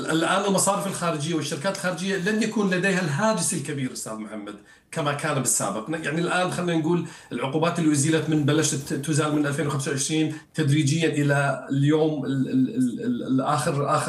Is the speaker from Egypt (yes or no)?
no; Syria; طبعا اكيد نبارك لانفسنا جميعا كسوريين بهذا القرار التاريخي